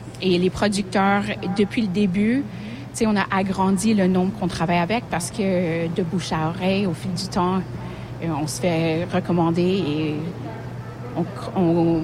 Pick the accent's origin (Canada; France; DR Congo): Canada; Quebec; En tant que Québécois